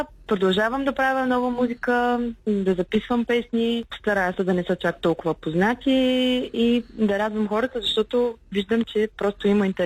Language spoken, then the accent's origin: Bulgarian; Plovdiv, Plovdiv Province, Bulgaria; Всъщност аз съм от Пловдив